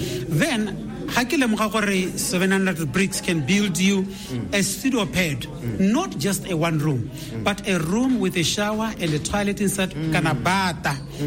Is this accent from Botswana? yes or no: yes; Nkange, Botswana; I'm from Nkange.